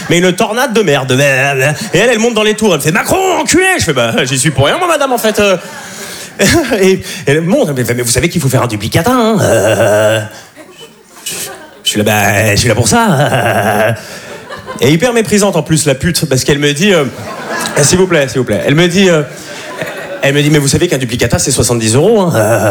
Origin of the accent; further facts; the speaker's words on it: Switzerland; now in Paris, France; Comme il a dit, je suis suisse, ça fait 2 ans que j'habite à Paris.